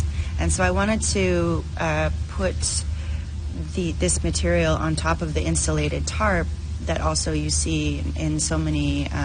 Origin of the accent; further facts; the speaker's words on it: Winnipeg, Manitoba, Canada; I'm from Manitoba, Winnipeg.